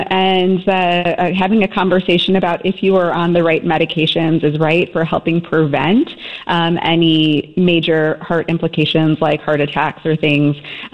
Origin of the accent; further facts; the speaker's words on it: Chicago, Illinois, United States; I'm not. Don't worry. I grew up in Chicago.